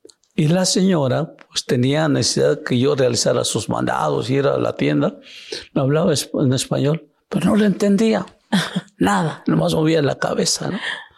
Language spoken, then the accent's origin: Spanish; Taneche de Zaragoza, Oaxaca, Mexico; first language Zapotec; Spanish is a second language; yo soy originario de la Sierra Norte de Oaxaca, o Sierra Juárez, conocido actualmente, llamado el municipio Taneche de Zaragoza, del estado de Oaxaca, desde luego. Y, como lo comentaba antes, mi lengua natal es el zapoteco.